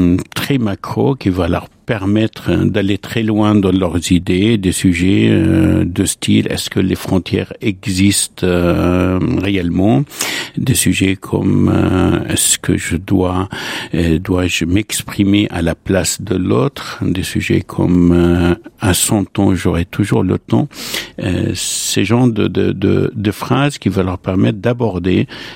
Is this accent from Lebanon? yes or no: yes; Lebanon; moved away as an adult; now in France; je suis né au Liban, j'ai grandi au Liban et je suis venu à France à l'âge de 23 ans.